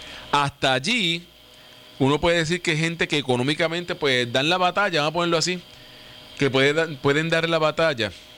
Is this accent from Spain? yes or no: no; Puerto Rico